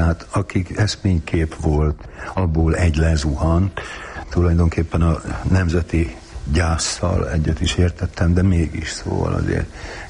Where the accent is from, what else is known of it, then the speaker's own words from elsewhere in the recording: Hungary; Hát ott nőttem föl. Az ottani kumi gödrökben.